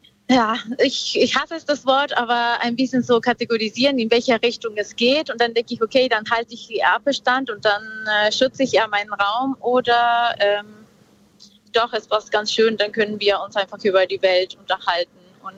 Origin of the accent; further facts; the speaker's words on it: northern Peru, Peru; moved away; ich komme ursprünglich aus Peru. Ich bin im Norden von Peru aufgewachsen und da gab es sehr viel Natur